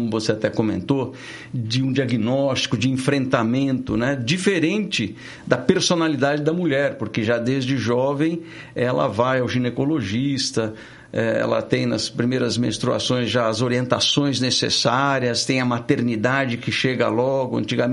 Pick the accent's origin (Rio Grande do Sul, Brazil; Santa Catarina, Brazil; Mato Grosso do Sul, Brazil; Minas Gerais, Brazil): Santa Catarina, Brazil; São Lourenço do Oeste; born there; Eu nasci em São Lourenço do Oeste, Santa Catarina. É perto ali no oeste, é perto de, entre Pato Branco e Beltrão, faz divisa com o Paraná, a minha cidade.